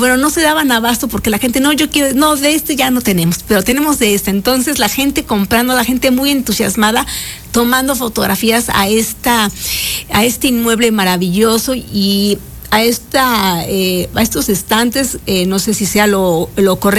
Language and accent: Spanish; Puebla, Mexico